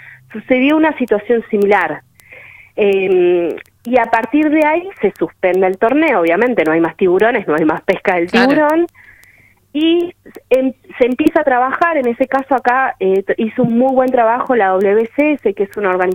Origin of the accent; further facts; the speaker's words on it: Puerto San Julián, Santa Cruz, Argentina; yo soy de San Julián, me acuerdo que cuando yo era chica, hoy tengo 38 años, pero cuando yo era chica, hasta mis 19 años, se hacía la pesca del cazón.